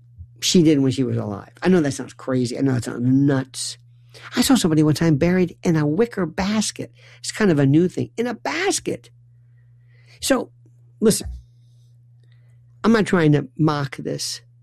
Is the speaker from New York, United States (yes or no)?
no; Florida, United States; born or raised there